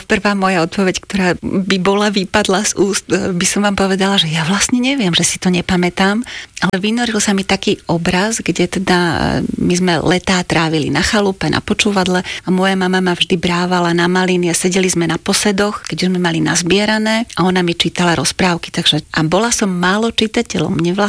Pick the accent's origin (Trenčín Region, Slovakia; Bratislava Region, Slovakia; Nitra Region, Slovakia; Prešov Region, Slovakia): Bratislava Region, Slovakia; Bratislava; Klasický model, žili sme v Bratislave, ja som rodina Bratislavčanka.